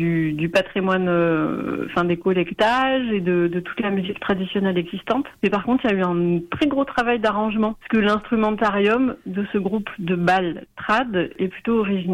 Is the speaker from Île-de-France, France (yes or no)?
no; Nouvelle-Aquitaine, France; moved away as an adult; now in Bagnères-de-Bigorre, France; Moi, j'ai grandi au Pays Basque, j'ai passé toute mon enfance, adolescence, tout ça